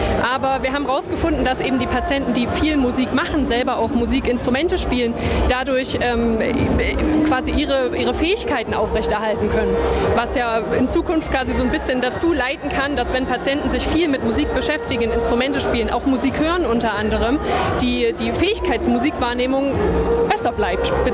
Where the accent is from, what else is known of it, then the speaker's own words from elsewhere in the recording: Zwickau, Saxony, Germany; ich bin fast 26, bin in Zwickau nicht geboren, aber zumindest groß geworden, bin hier zur Schule gegangen